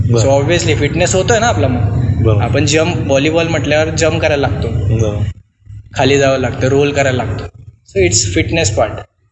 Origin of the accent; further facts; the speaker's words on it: Sherpur, Maharashtra, India; जेव्हा मी लहान होतो ना तेव्हा आधी व्हायची तर त्या ज्या मॅचेस होत्या त्या आमच्या गाव शेरपूरला आहे झाल्या होत्या.